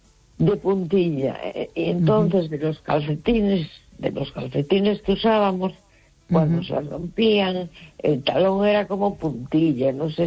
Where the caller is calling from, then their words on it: A Coruña, Galicia, Spain; de la Coruña.